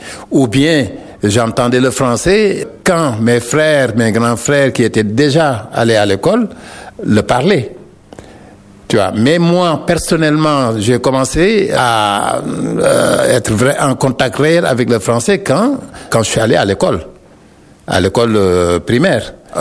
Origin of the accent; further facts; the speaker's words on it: Dakar, Senegal; first language Wolof; French is a second language; moved away as an adult; now in France; je suis né au Sénégal, à Dakar, en 1958. J'ai grandi là-bas jusqu'à l'âge de 23 ans. C'est à partir de 23 ans que je suis arrivé en France